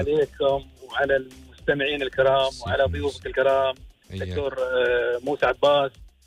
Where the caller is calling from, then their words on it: United Arab Emirates; إحنا كجماهير إماراتية